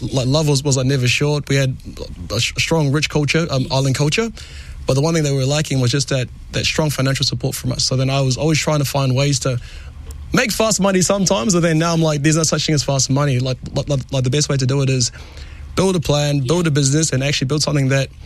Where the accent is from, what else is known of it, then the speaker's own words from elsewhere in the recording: Auckland, New Zealand; Like I'm from South Auckland and I built this for my garage